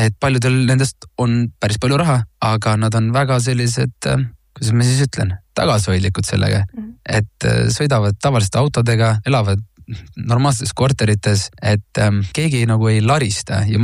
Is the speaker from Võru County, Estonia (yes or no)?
no; Hiiu County, Estonia; ma olen Hiiumalt ise pärit